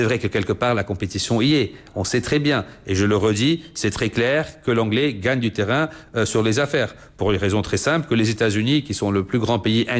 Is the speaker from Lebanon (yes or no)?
yes; Lebanon; en tant que Libanais, être francophone est un grand atout, à côté de l'anglais et de l'arabe aussi.